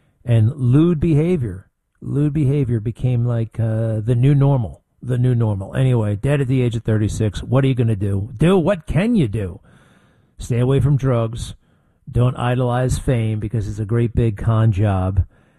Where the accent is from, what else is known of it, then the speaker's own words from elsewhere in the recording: Garden City, New York, United States; President Trump was in Garden City on Long Island, my hometown.